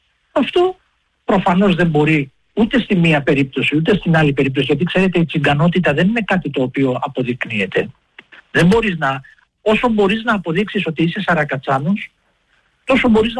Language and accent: Greek; Greece; πόσο μάλλον εμάς που είμαι Έλληνας τσιγκάνος και δεν θέλω να κρύβω πάρα πολλοί άνθρωποι, χιλιάδες άνθρωποι στην Ελλάδα, το ότι είμαστε Έλληνες τσιγκάνοι, κάτι για το οποίο αισθανόμαστε υπερήφανοι, γιατί ήρθαμε το 1920 οι παππούδες